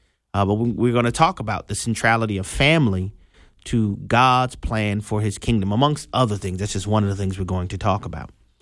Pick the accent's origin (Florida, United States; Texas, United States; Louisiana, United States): Louisiana, United States; New Orleans; I'll use my hometown. If you live in New Orleans